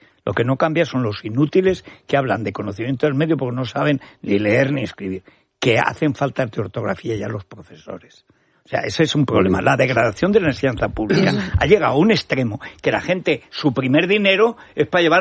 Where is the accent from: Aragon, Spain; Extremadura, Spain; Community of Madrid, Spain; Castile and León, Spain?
Aragon, Spain; una familia pobre, en un pueblo perdido, en la montaña de Teruel. El nivel de la enseñanza pública en mi pueblo, en Teruel, estaba hablando de los años 60